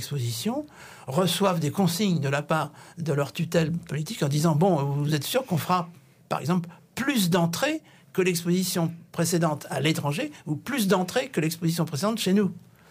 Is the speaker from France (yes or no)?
yes; France; Il faut quand même toujours, en tant que Français, bien savoir à quel point l'État fédéral peut être négatif aux États-Unis